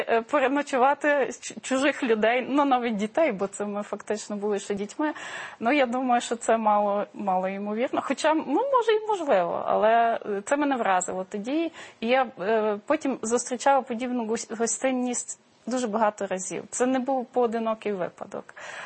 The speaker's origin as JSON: {"language": "Ukrainian", "town": "Warsaw", "region": "Masovian Voivodeship", "country": "Poland", "tie": "born or raised there", "second_language": "Ukrainian", "moved": "yes", "said": "І навіть на саму Варшаву, мою рідну Варшаву, яка дуже сильно помінялася за тих більше 20 років, коли я там не живу"}